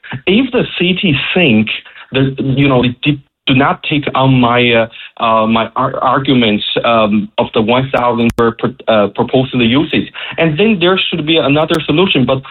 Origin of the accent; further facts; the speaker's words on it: China; now in Canada; I think as a newcomer, I'm originally from China, and I see every step is new to me.